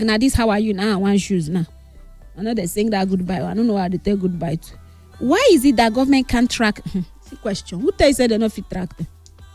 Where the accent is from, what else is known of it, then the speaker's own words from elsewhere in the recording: Nigeria; as I'm a Nigerian